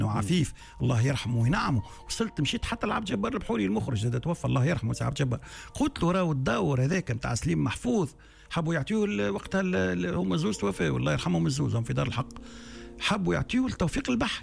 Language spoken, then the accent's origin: Arabic; Matmata, Gabès Governorate, Tunisia; انا محافظ جنوبي من مطماطة، وكلنا التوانسه